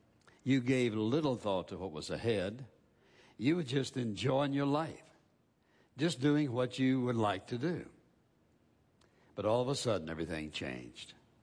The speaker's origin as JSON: {"language": "English", "region": "Virginia", "country": "United States", "tie": "born or raised there"}